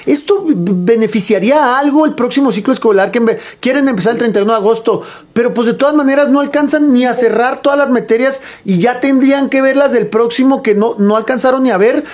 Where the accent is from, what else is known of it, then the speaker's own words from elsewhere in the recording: Chihuahua, Mexico; Claro, digo, paisano, o sea, yo también, yo claro, soy de Chihuahua